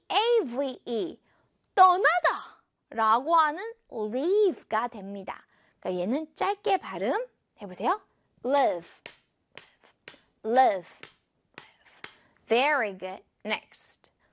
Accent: Geumsan, South Chungcheong, South Korea; moved away as an adult; now in Seoul, South Korea; 저는 어렸을 때 금산에 살다가 나중에 대학생이 되어서 서울로 이사를 저 혼자 이사를 왔거든요.

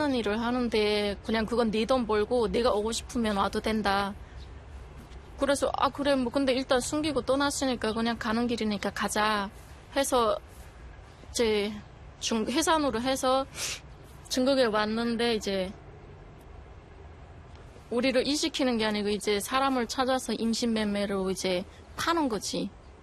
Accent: North Korea; moved away as an adult; also born or lived in China; now in South Korea; 나는 북한 사람이니까 호적이 없잖아요.

